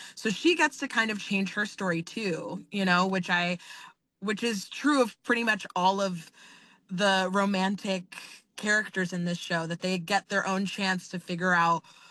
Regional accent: Maplewood, New Jersey, United States; also born or lived in South Orange / West Orange; now in New York City, United States; So I grew up in Maplewood, and then I moved to South Orange, and then I moved to West Orange. And yeah, and now I live in New York City.

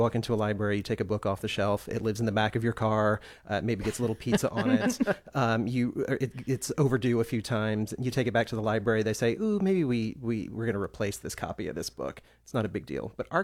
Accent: Baton Rouge, Louisiana, United States; now in Austin, United States; I am from Baton Rouge, Louisiana. So this is all at Louisiana State University.

